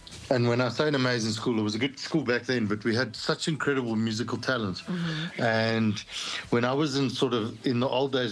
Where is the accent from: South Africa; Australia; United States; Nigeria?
South Africa; I think that statement is a bit like being South African. I think it's like, if you've got something in you, it's always got to come out. And I strongly believe, every South African grows up playing in the red dirt.